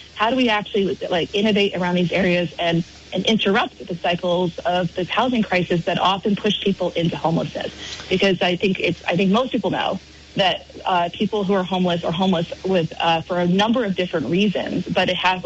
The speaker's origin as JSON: {"language": "English", "town": "Barre", "region": "Vermont", "country": "United States", "tie": "born or raised there", "said": "How people talked about Burlington, especially local Vermonters, and I grew up in Barrie, and I say Barrie in particular because Barrie has also had a reputation."}